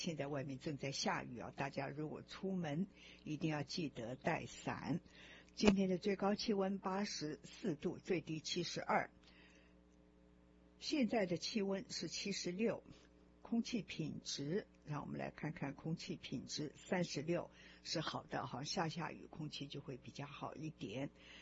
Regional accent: China; also born or lived in Taiwan; 我说我们中国人真的比较勤奋啊，非常的勤劳

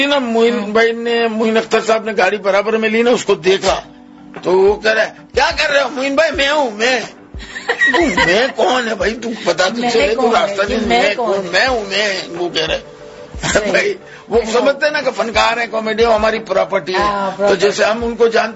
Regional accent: India; میں انڈین ہوں یہ حرم میں ملاقات ہوگی, ہوں مسلم.

